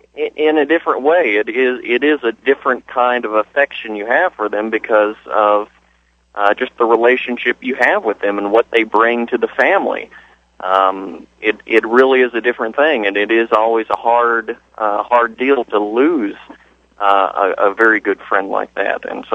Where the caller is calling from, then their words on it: Indiana, United States; I'm calling from Indiana